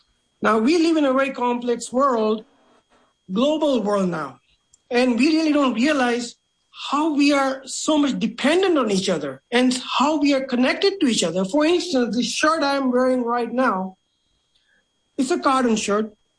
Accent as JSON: {"language": "English", "country": "India", "tie": "born or raised there", "said": "when we are growing up in India"}